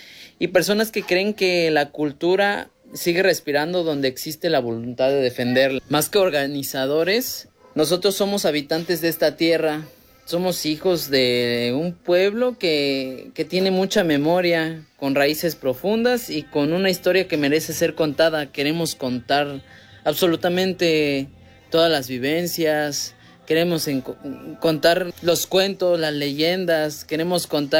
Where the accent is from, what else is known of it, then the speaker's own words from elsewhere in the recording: Rafael Delgado, Veracruz, Mexico; Nosotros somos de aquí, de Rafael Delgado, entre las altas montañas de Veracruz.